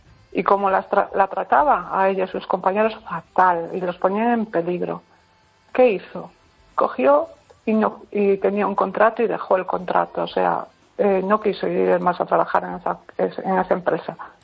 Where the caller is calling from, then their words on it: Pontevedra, Galicia, Spain; de Pontevedra.